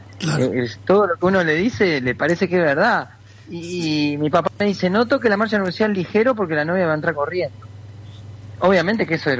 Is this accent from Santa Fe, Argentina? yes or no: yes; Fuentes, Santa Fe, Argentina; mi viejo tuvieron un comercio muy grande acá en Fuentes, en mi pueblo